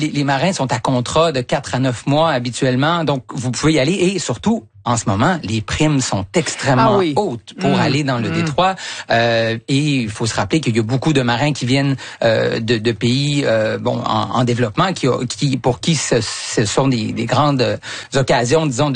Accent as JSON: {"language": "French", "country": "Canada", "said": "En fait, avant le conflit, on pouvait même, en tant que Canadien, y aller sans visa."}